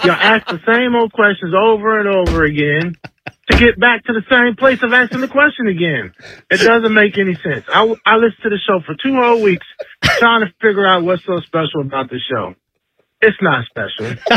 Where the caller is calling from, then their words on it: Marion, Ohio, United States; I'm from Marion, Ohio.